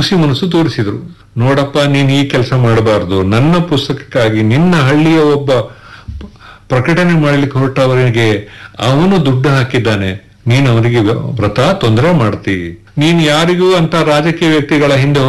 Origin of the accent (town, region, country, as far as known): Puttur, Karnataka, India; born or raised there